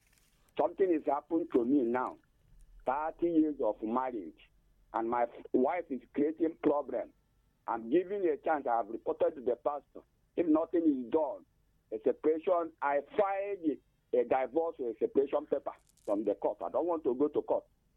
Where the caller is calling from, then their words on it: Isoko, Delta, Nigeria; I'm calling from Isoko, on the local government area of the city.